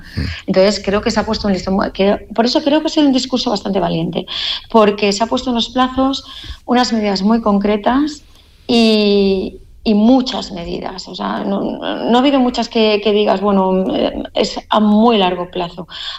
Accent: Alicante, Valencian Community, Spain; quizás soy como alicantina, como alicantina y como abogada

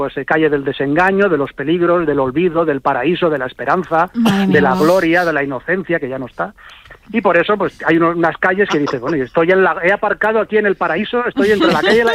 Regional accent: Sant Joan d'Alacant, Valencian Community, Spain; Empezó un poco de broma haciendo un libro sobre mi pueblo, San Joan d'Alacant, que lo publicó el ayuntamiento.

